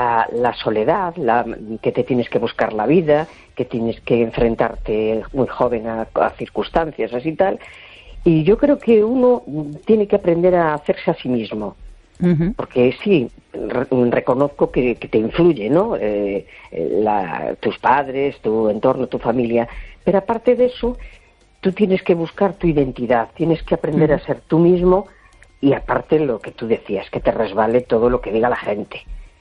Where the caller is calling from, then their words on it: A Coruña, Galicia, Spain; de La Coruña.